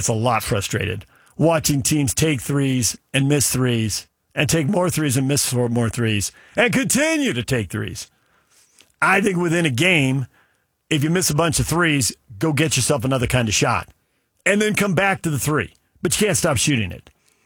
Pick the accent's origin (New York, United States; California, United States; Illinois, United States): California, United States; San Diego; I grew up in San Diego. I root for the underdog.